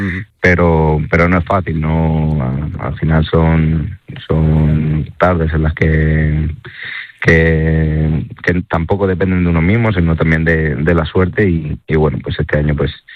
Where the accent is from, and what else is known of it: Albacete, Castilla-La Mancha, Spain